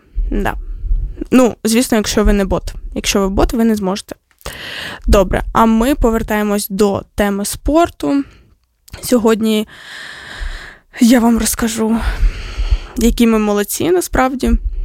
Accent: Mykolaiv Oblast, Ukraine; я з Миколаївської області, да, тому пишаюсь

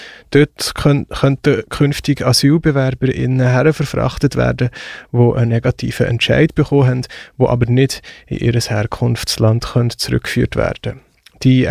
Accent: Switzerland; wo wir auch hier bei uns in der Schweiz erleben.

